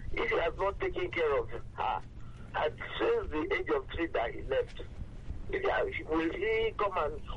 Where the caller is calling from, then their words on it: Arigbaju, Enugu State, Nigeria; I'm calling from Arigbaju, Enugu State.